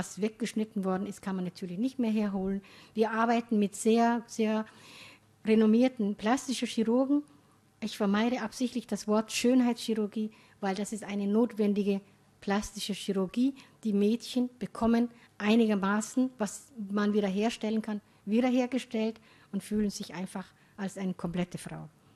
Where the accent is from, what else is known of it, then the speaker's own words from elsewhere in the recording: Somalia; German is a second language; now in Germany; Ich bin in Hemd und Hose, als Nomadin in kleines Tuch, aber sonst bin ich in Hemd und Hose aufgewachsen. Ich hatte ein Uniform in der Schule, wir hatten Kopftuchverbot 1974 in jeglichen Gebäuden